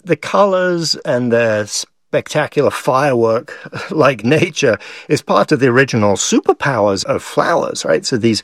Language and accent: English; Paris, Île-de-France, France; born or raised there